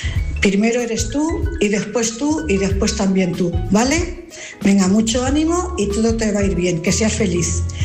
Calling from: Cuenca, Castilla-La Mancha, Spain; corresponsal de Cuenca.

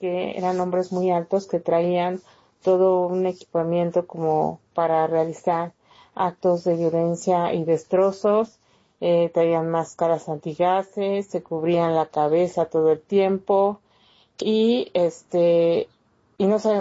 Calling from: Mexico City, Mexico; soy de aquí, de la Alcaldía Benito Juárez, en la Ciudad de México.

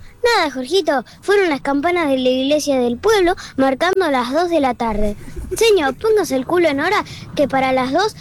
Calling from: Temperley, Buenos Aires Province, Argentina; de Temperley

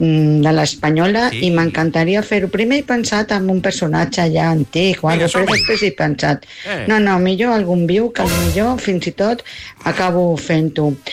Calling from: Catalonia, Spain; de Vegas.

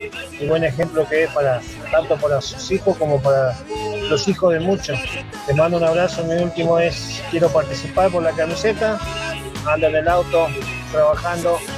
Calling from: Salta, Argentina; Hola, Toti, te habla … de Salta.

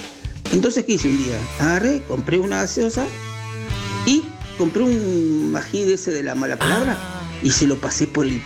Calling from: Moreno, Buenos Aires Province, Argentina; de Moreno

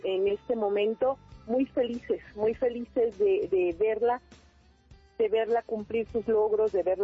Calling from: Nezahualcóyotl, State of Mexico, Mexico; De Ciudad Nezahualcóyotl.

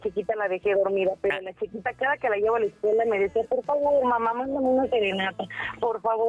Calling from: Tenango del Aire, State of Mexico, Mexico; Soy de Tenango del Aire.

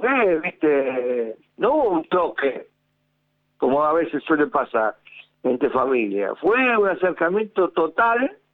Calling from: Rosario, Santa Fe, Argentina; de Rosario.

